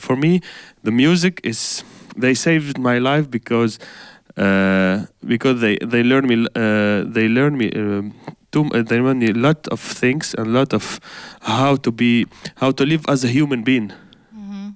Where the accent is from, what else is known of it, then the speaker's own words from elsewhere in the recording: Tunisia; English is a second language; So I came from Tunisia, and in Tunisia we don't have a jazz academy, we don't have jazz school, but we have a famous festival.